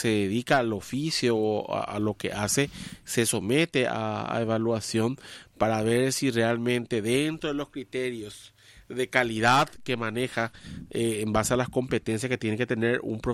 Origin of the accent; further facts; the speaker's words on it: Paraguay; el fervor que hoy los paraguayos le vamos a poner